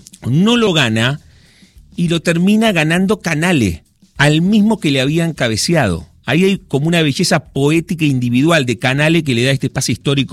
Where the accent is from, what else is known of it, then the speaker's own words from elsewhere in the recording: Argentina; después de habernos ganado la final a nosotros en el 2014, ¿no?